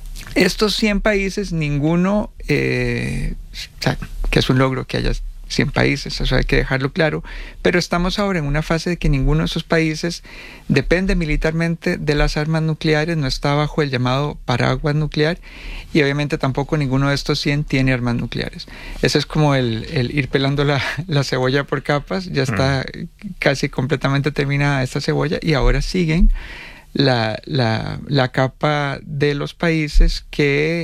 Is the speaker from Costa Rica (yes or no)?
yes; Costa Rica; now in Madrid, Spain; Yo también soy español, soy costarricense y español, gracias a mi familia, mi abuela particularmente. Y tengo mucha familia también madrileña. O sea, tengo mucho vínculo también con Madrid